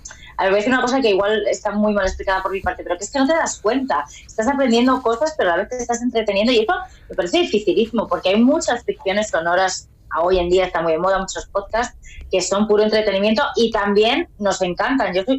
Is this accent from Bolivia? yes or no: no; Castilla-La Mancha, Spain; yo como castellano manchega, pues orgullosa